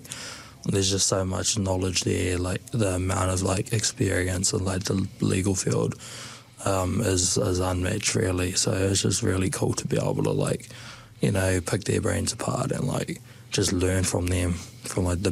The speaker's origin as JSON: {"language": "English", "town": "Hastings", "region": "Hawke's Bay", "country": "New Zealand", "tie": "born or raised there", "moved": "as an adult", "lives_now": "Dunedin, New Zealand", "said": "From Hawke's Bay, lived in Flaxmere Hastings for 15 years of my life, probably even more than that. Grounded on Hawke's Bay, which is like a small community region on the east coast of New Zealand."}